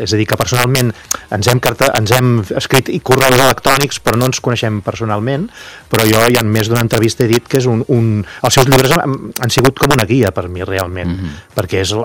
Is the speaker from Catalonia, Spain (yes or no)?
yes; Mataró, Catalonia, Spain; sóc del Maresme, sóc de Mataró.